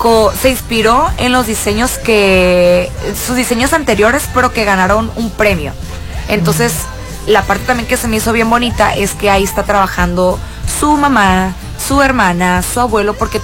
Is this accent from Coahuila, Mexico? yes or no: no; Culiacán, Sinaloa, Mexico; Para mí es mucho orgullo poder decir, soy de Culiacán, pero ser de Sinaloa, yo lo represento de mil y unas formas.